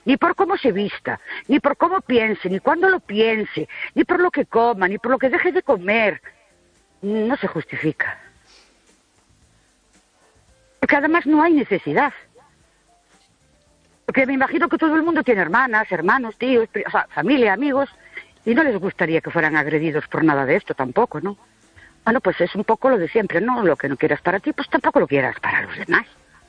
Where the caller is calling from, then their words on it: Ourense, Galicia, Spain; de Urense